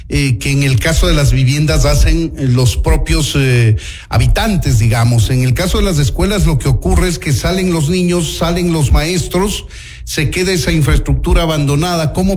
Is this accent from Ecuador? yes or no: yes; Ecuador; nos alegramos como ecuatorianos